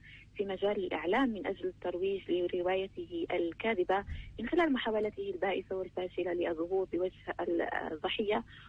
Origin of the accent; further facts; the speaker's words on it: Algeria; أنا كإعلامية جزائرية